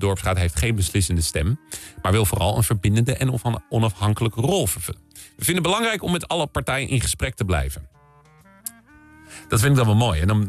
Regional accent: Hoofddorp, North Holland, Netherlands; ik kom dan zelf uit Hoofddorp

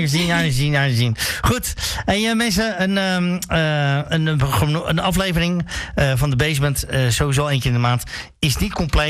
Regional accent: Heerewaarden, Gelderland, Netherlands; Dus, ik wil nog één ding zeggen, want ja, ik kom uit Heerdegewaard.

